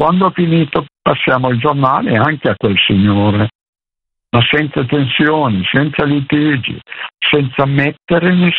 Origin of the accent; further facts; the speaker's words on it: Piedmont, Italy; Io sono piemontese